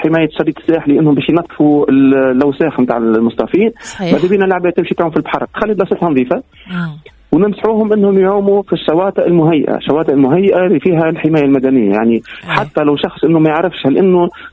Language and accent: Arabic; Tunisia; نحن عندنا في تونس